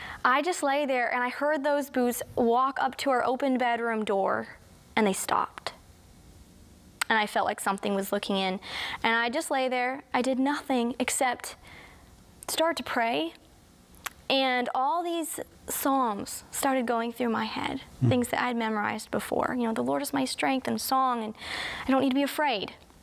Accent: New England, United States; now in Alabama, United States; And I, you know, I came from New England where you'd hear that sliding off of the metal roof.

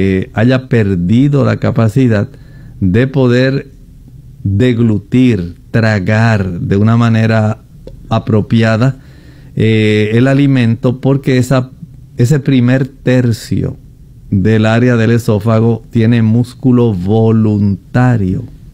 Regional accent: Colombia; cómo se le conoce a la planta rusco en mi país, en Colombia

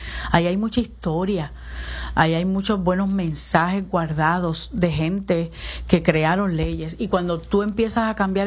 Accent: Las Piedras, Puerto Rico; also born or lived in Humacao; Soy de Las Piedras. Yo vivo en Las Piedras. Nací en Humacao, pero vivo en Las Piedras.

